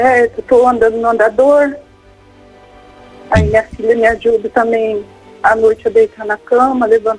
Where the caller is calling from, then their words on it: Apucarana, Paraná, Brazil; Falo de Apucarana